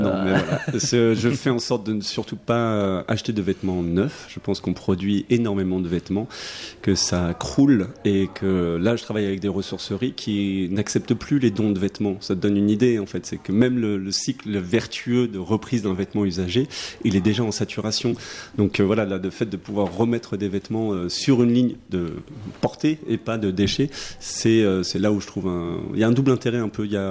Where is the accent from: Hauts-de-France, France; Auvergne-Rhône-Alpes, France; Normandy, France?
Auvergne-Rhône-Alpes, France; Moi, je viens d'Ardèche, donc je suis au nord d'Aubenas.